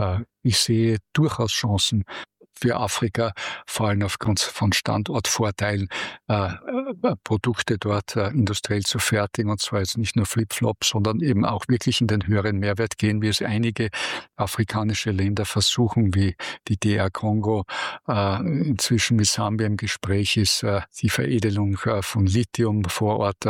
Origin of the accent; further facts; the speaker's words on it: Austria; Wir Österreicher sind bekannt, wir gehen keine Zukunftswetten ein wie andere Länder.